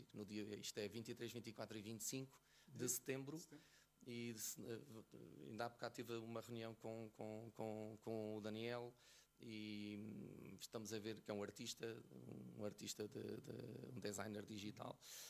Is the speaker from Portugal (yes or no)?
yes; Fundão, Castelo Branco, Portugal; Não, eu sou do Fundão.